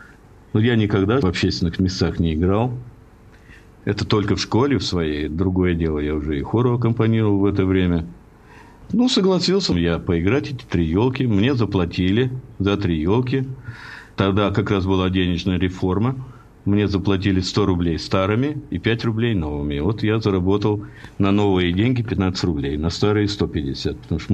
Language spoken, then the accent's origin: Russian; Astrakhan, Astrakhan Oblast, Russia; moved away as an adult; у меня, имею в виду Астрахани, в семье была не очень здоровая обстановка. Ну, и по этой причине я решил из Астрахани уехать от родных.